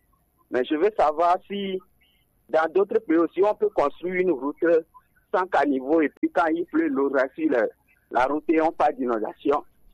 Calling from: Togo; Je vous appelle de Ranoukopé.

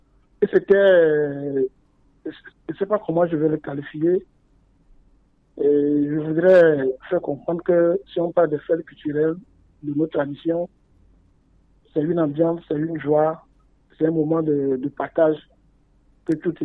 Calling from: Lomé, Maritime, Togo; De Lomé, Noukafou.

